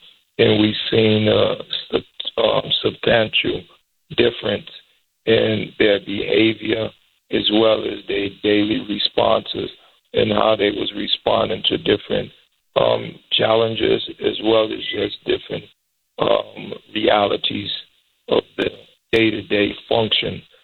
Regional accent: Israel; me growing up in Israel and never having meat or dairy in my life

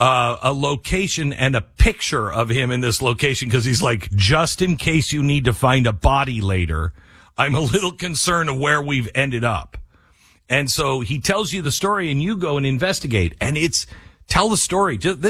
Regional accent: Seattle, Washington, United States; We lived in Seattle. We grew up in Seattle, and it was always good sleeping weather in Seattle.

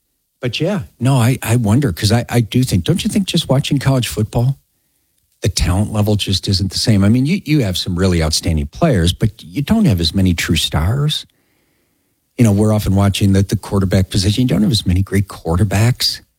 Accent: Chicago, Illinois, United States; Go Bears. I'm from Chicago, but respect Favre.

